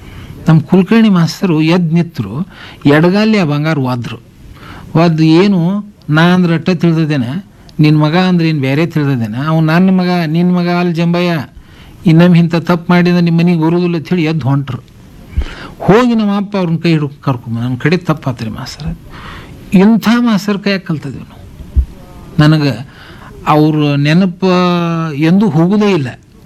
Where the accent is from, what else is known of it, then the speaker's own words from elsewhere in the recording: Karnataka, India; ನಮಗೆ ನಮ್ಮ ಊರು ಬನ ಟಿ ಸಣ್ಣದ